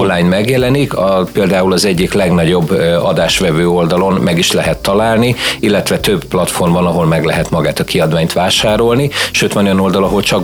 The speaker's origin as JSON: {"language": "Hungarian", "town": "Tápiószele", "region": "Pest", "country": "Hungary", "tie": "born or raised there", "said": "Tápió Szelem, mint szülővárosom, hiszen nekem ez elengedhetetlenül fontos"}